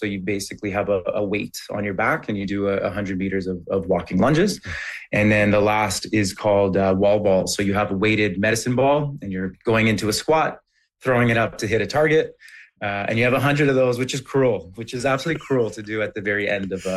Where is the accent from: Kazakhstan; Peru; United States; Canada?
Canada; Ottawa, Ontario; it's great to have HYROX come to my hometown here in Ottawa.